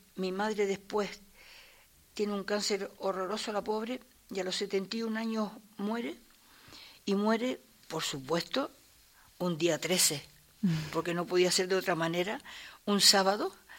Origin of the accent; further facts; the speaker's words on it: Ingenio, Canary Islands, Spain; Nosotros vivíamos en el Ingenio, los cuales nosotros somos del Ingenio, que queremos mucho a mi pueblo y a nuestro pueblo